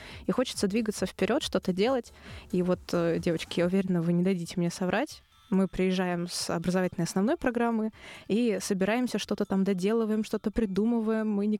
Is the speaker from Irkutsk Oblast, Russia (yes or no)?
no; Nizhny Novgorod, Nizhny Novgorod Oblast, Russia; Я из Нижнего Новгорода